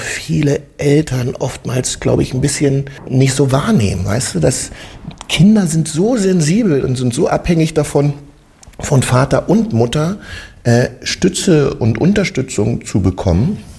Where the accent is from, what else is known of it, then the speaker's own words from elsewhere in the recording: East Germany, Germany; Da gab es ja jetzt noch nicht so bei uns in der DDR Videos und so, aber um mal zu verraten, wir haben schon Möglichkeiten gehabt, wir ZDF und ARD zu gucken.